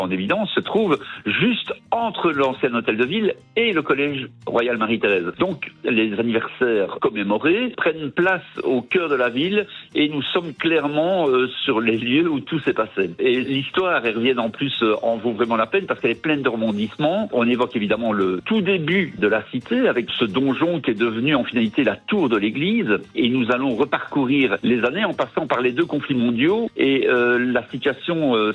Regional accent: Herve, Wallonia, Belgium; moi je suis un enfant du pays, je suis né à Herve.

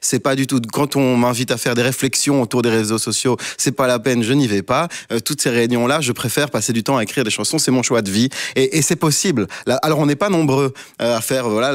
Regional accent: Brussels, Brussels-Capital Region, Belgium; quand on est bruxellois

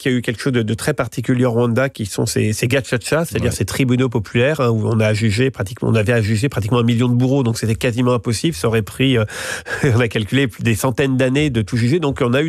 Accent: France; Moi, je veux croire que je suis français.

